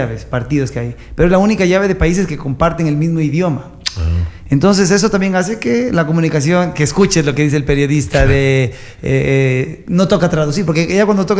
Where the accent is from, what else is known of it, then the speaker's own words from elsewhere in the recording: Ecuador; acá nosotros a la Virgen del Cisne.